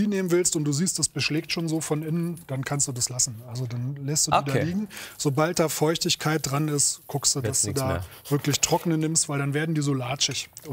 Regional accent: Northern Germany, Germany; Hessisch, ja, ich als Norddeutscher, ich komme da nicht so hinterher.

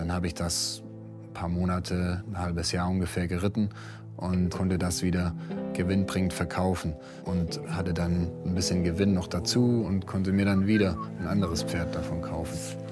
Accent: Swabia, Germany; moved away; Ich bin ja ein waschechter Schwabe.

